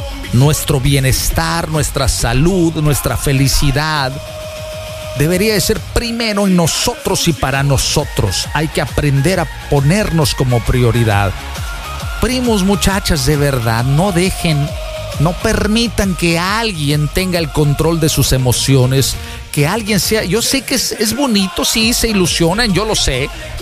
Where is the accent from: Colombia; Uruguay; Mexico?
Mexico; Veracruz; Yo soy de oro. Yo soy jarocho.